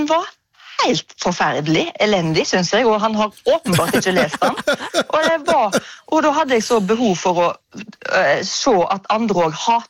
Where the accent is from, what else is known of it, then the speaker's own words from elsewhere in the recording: Ølen, Rogaland, Norway; så kjørte vi til Mosjøen fra Ølen, der jeg vokste opp